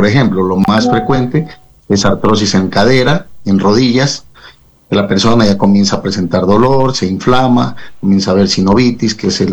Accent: Cuenca, Azuay, Ecuador; now in Yantzaza, Ecuador; soy de Cuenca, y estaré esta próxima semana del día lunes 14 al miércoles 16 en Yanzaza

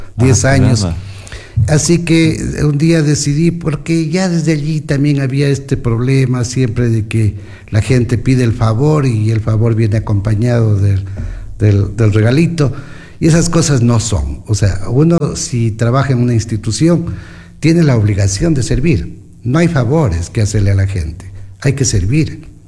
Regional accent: Loja, Ecuador; soy de Loja, la capital musical del Ecuador

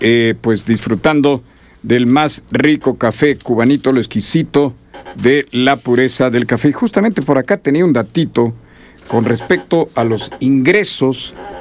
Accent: Ecuador; Esta mi tierra linda, el Ecuador

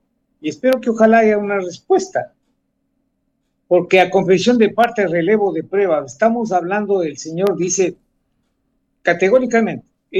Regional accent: Ecuador

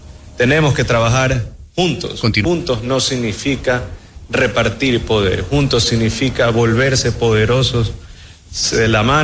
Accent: Ecuador

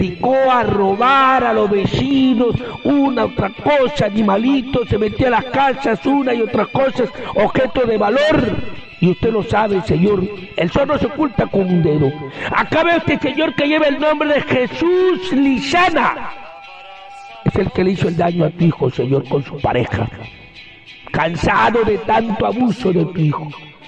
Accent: Huancabamba, Piura, Peru; now in Olmos, Peru; como lo llamamos en mi tierra, en Huancabamba, la tierra que camina. Yo vivo en Olmos, calle San Martín, frente al local Recepciones El Bolino.

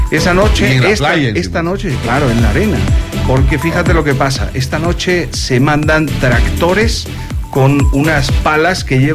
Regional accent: Valencia, Valencian Community, Spain; Por ejemplo, en mi tierra, en Valencia, se montan las hogueras de San Juan, que es muy, muy, muy importante.

